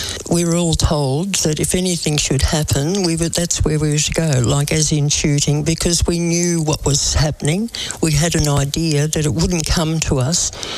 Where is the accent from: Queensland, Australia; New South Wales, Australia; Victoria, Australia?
New South Wales, Australia; Albury; born there; I was born in Albury at Chelvey House, which was run by the Mercies on the 1st of the 10th, 1940.